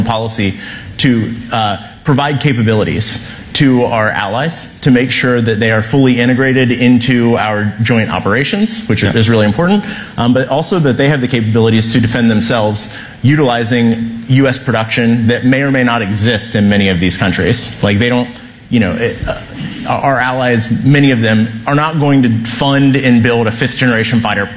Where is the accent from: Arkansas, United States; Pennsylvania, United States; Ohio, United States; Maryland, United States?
Ohio, United States; I'm from Ohio originally.